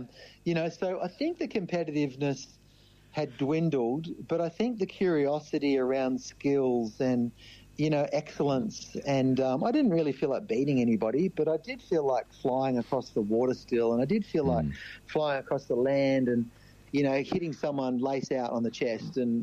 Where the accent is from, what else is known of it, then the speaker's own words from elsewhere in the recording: Preston, Victoria, Australia; I was born in Victoria in Preston